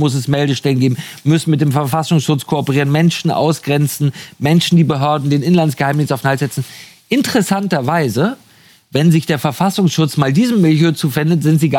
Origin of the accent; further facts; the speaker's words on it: Hamburg, Germany; Möglicherweise, als Hamburger bin ich natürlich geprägt vom G20-Gipfel.